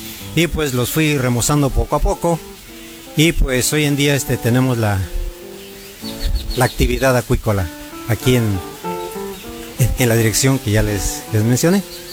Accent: San Bartolo Tutotepec, Hidalgo, Mexico; Exactamente, somos originarios de aquí de San Bartolo, Tutotepec. Somos nacidos aquí en la colonia industrial, la calle 16 de enero, número 20

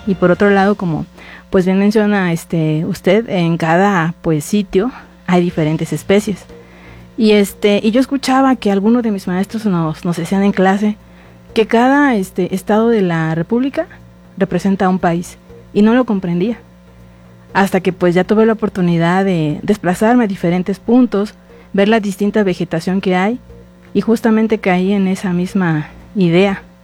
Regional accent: Acapulco, Guerrero, Mexico; moved away as an adult; Yo soy originaria de Acapulco, del puerto de Acapulco, allá en Guerrero.

